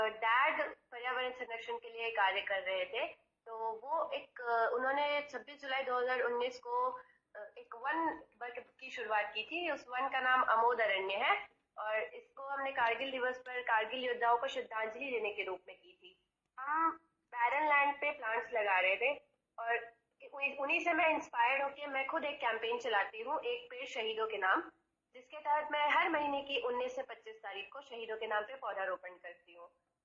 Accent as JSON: {"language": "Hindi", "town": "Kanpur", "region": "Uttar Pradesh", "country": "India", "lives_now": "Bacheli, India", "said": "और मैं बेसिकली तो मैं यूपी से बिलोंग करती हूँ, कानपुर से हूँ मैं, बट हम यहाँ शिफ्ट कर रहे थे दंतेवाड़ा बचेली में"}